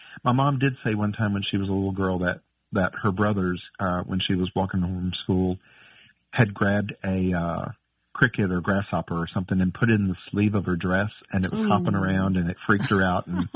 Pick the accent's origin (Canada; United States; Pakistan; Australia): United States; Virginia; now in East Tennessee, United States; Well, I actually grew up in the Shenandoah Valley in Virginia.